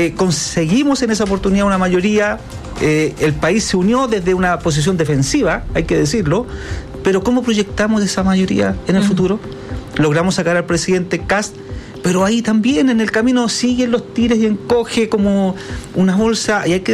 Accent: Santiago, Santiago Metropolitan Region, Chile; Nací en San Miguel. Sí, po. Ya. Cuando me casé, los primeros años viví en San Miguel, después salí, pero toda la vida en el distrito.

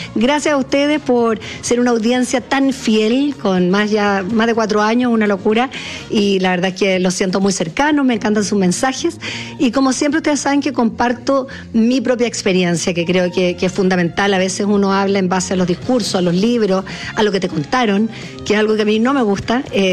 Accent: Chile

